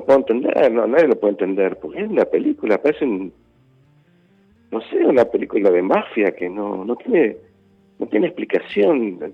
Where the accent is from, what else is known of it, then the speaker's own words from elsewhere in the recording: Río Negro, Argentina; De Río Negro, de General San Lorenzo.